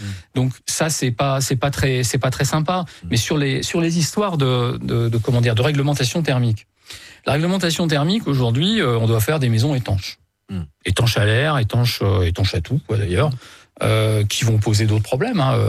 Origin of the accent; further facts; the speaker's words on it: Hauts-de-France, France; Moi je viens de la Somme. La Somme, c'est un département, c'est celui où il y a le plus d'éoliennes en France.